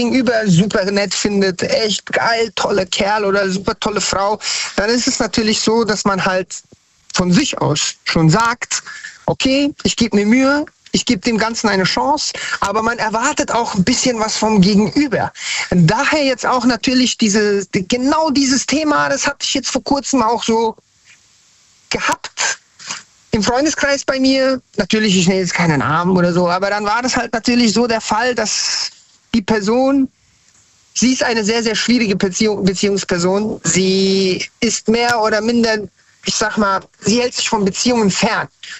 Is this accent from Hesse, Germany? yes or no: yes; Hanau, Hesse, Germany; Also eigentlich komme ich von ganz woanders her, aber ich bin in Hessen, Hanau, Hessen-Frankfurt aufgewachsen und bin dann nach Hanau gezogen.